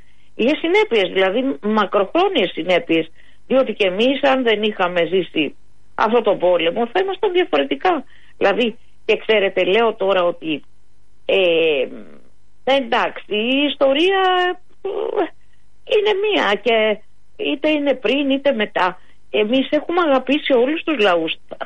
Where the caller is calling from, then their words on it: Attica, Greece; Επειδή είμαι στις παρυφές του ημιτού. Και το έχω ζήσει και εγώ, όχι λόγω της δουλειάς μου, λόγω της κατοικίας μου.